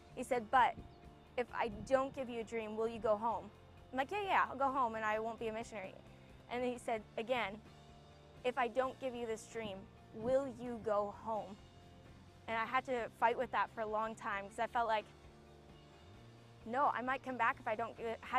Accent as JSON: {"language": "English", "country": "Canada", "moved": "yes", "lives_now": "Perth, Australia", "said": "I'm from Canada. I'm on staff here at YWAM Perth"}